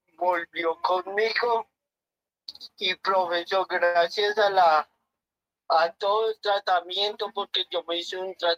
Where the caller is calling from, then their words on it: Villapinzón, Cundinamarca, Colombia; De Villapinzón, Cundinamarca, profesor.